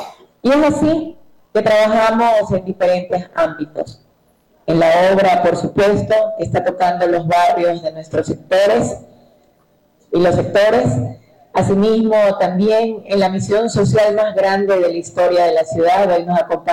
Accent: Ecuador

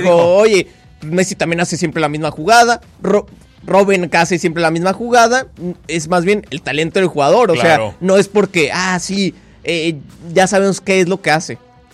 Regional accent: Mexico; Pero es que es el momento en el que nosotros, como mexicanos, como aficionados al fútbol, tenemos que arropar a nuestros jugadores.

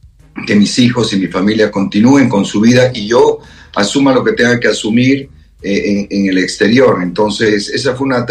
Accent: Bolivia; moved away as an adult; yo pienso como vos y como muchos bolivianos

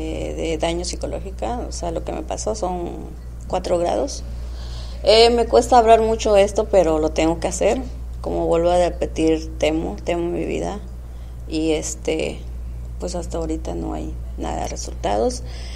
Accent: Chiapas, Mexico; now in Tijuana, Mexico; Yo vengo de Chiapas, soy una persona pues indígena, digamos.

